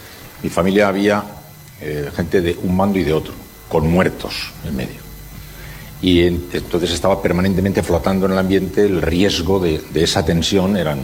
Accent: Basque Country, Spain; en mi familia, somos vascos

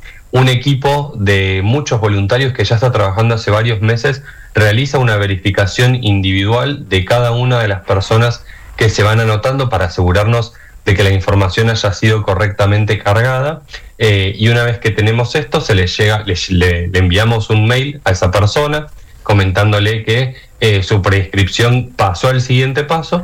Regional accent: Mar del Plata, Buenos Aires Province, Argentina; En mi caso, por ejemplo, yo soy de Mar del Plata.

